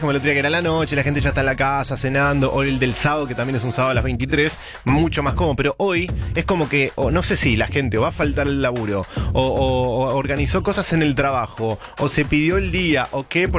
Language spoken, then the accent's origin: Spanish; Argentina; como nosotros, como el argentino